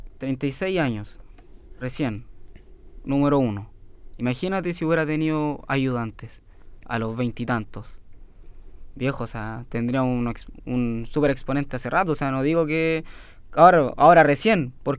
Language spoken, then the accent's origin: Spanish; Chile